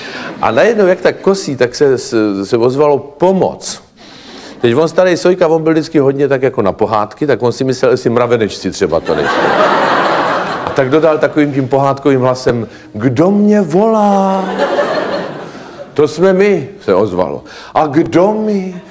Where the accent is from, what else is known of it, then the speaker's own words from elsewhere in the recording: Třebíč, Vysočina Region, Czechia; born there; Například v mém rodném městě, v Třebíči, tam se stal trapas, o kterém se tam dodneška vypráví